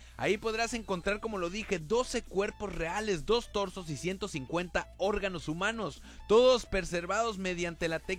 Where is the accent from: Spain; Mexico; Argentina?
Mexico; somos mexicanos, o sea, la neta, somos mexicanos